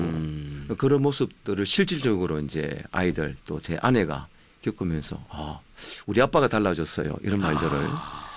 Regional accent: Busan, South Korea; moved away as an adult; also born or lived in Masan; now in Los Angeles, United States; 태어난 곳은 마산인데, 삶의 어떤, 생활을 끄는 부산이었다

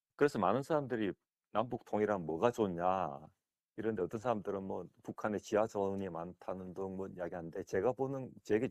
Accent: South Korea

